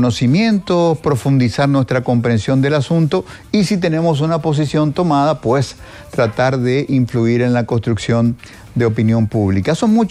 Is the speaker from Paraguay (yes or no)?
yes; Paraguay